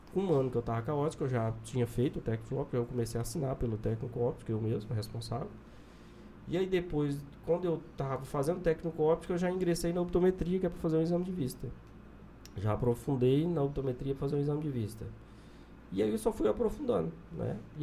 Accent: Nova Chavantina, Mato Grosso, Brazil; now in Barra do Garças, Brazil; Aí, quando eu era mais novo, ficou umas idas e vindas, né? Que meu pai veio pra Barra quando eu tinha uns 6, 7 anos. Ficou um tempo, depois voltou pra Nova Chavantina.

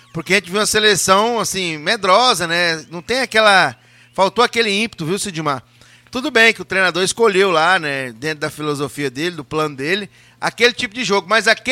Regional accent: Brazil; A gente é brasileiro

